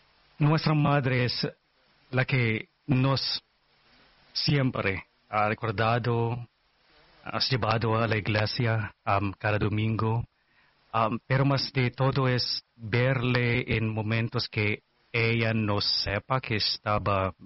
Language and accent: Spanish; Philippines; now in Sacramento, United States; soy filipino, no chinito, ¿eh?